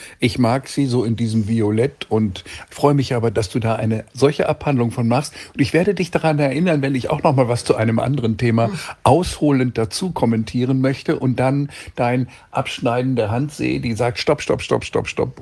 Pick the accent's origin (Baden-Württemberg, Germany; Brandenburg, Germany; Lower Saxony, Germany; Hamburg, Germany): Lower Saxony, Germany; moved away; das erinnert mich an meine Kindheit noch in Niedersachsen